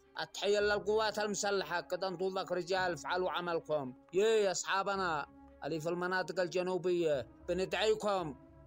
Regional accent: Yemen

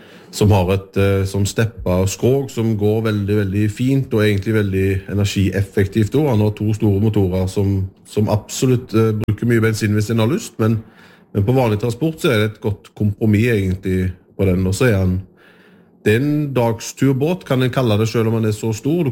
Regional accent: Western Norway, Norway; som vestlending og ute på Haugalandet

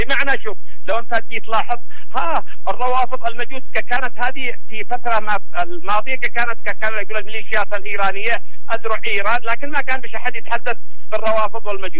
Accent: Yemen; عندنا في اليمن

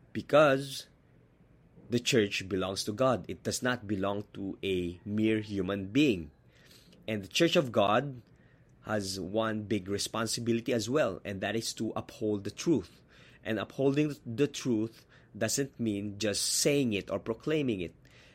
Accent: Baguio, Cordillera Administrative Region, Philippines; my hometown in Baguio City.

